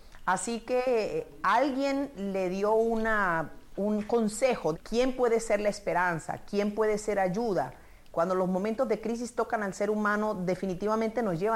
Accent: Colombia; Soy de origen de Colombia, común y corriente

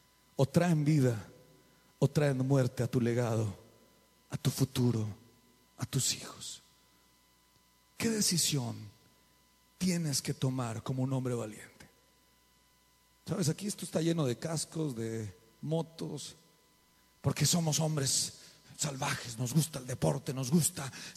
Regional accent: Colombia; moved away; yo vengo de Colombia

